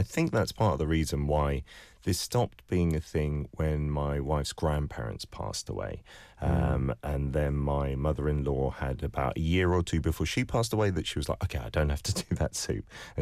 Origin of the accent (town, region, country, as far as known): Philippines